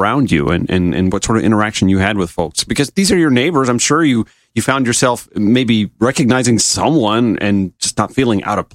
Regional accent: Augusta, Georgia, United States; I'm from Augusta.

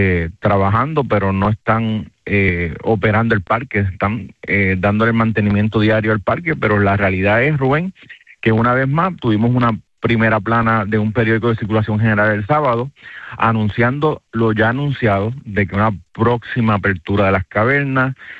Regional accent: Camuy, Puerto Rico; por supuesto de mi pueblo de Camuy.

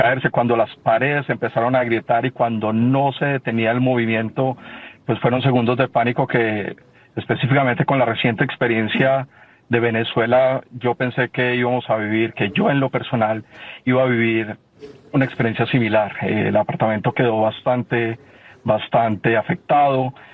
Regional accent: Pereira, Risaralda, Colombia; born there; lo viví aquí en Pereira, yo nací aquí en Pereira

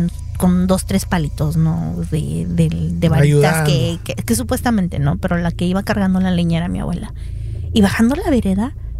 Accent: Capulálpam de Méndez, Oaxaca, Mexico; born there; moved away; Y en aquellos montes densos de mi pueblo iban a recoger leña.

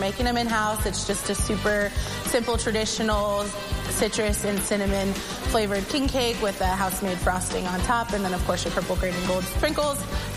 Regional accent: New Orleans, Louisiana, United States; moved away; Growing up in the New Orleans area

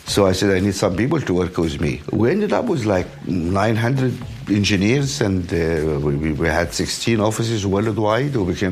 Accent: Alexandria, Alexandria Governorate, Egypt; also born or lived in Wadi Halfa, Sudan; I was born in Halfa in Sudan. My father worked in Egypt, so I grew up and did my schooling in Alexandria, in Egypt.

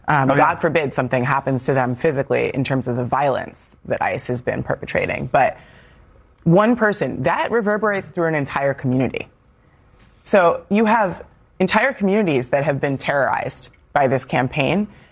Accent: United States; I am personally offended as a American because this is being done in our name.

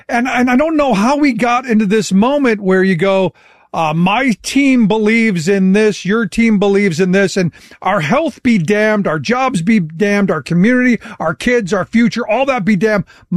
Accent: Cleveland, Ohio, United States; No, look, I grew up in Cleveland, and I often coin it the home of the reason you need an EPA and the Clean Water and Air Act.

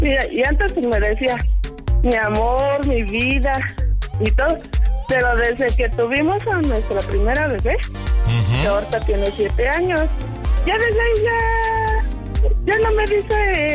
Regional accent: Toluca, State of Mexico, Mexico; now in Metepec, Mexico; Soy de aquí, de Toluca.

